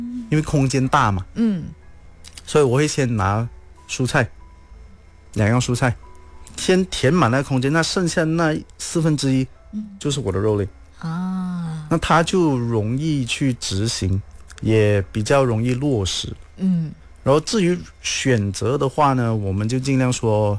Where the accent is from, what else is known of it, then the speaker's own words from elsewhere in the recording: Malaysia; 我们马来西亚人人均吃货嘛